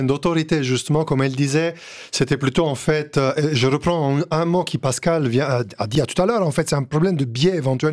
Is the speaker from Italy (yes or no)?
yes; Italy; accent: Italian; mon accent, pseudo-accent italien